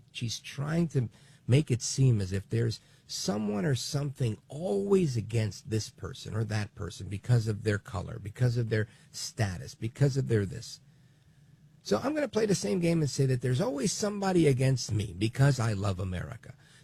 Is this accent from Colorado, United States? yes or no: no; Brooklyn, New York, United States; born there; My parents are from Puerto Rico. I was born in Brooklyn, but we had one big, happy Puerto Rican family eating pernil.